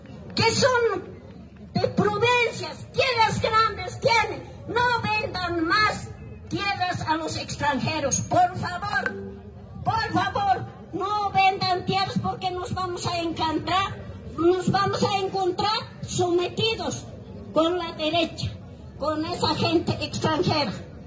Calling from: Bolivia

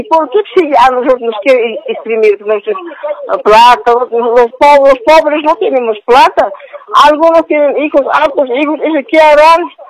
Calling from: La Paz, Bolivia; Yo llamo de Ciudad de la Paz de la Ollada

